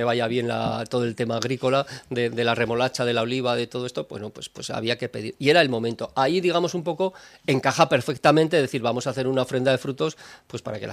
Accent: Zaragoza, Aragon, Spain; born there; todos los que somos de Zaragoza

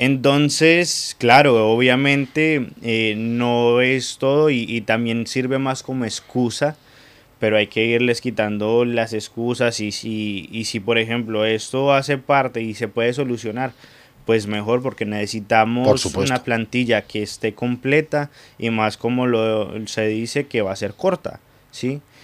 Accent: Colombia; yo me crié en Colombia jugando en tierra, que las canchas ni siquiera estaban niveladas

